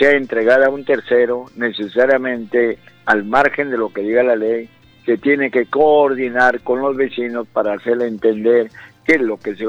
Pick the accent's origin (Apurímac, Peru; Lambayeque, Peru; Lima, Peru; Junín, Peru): Lambayeque, Peru; Monsefú; como dicen en mi pueblo de Musefú, al grano.